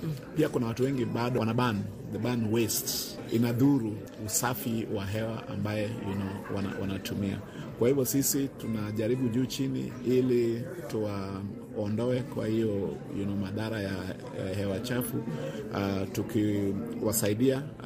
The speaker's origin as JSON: {"language": "Swahili", "region": "Kisumu County", "country": "Kenya", "said": "kwetu kule Kisumu"}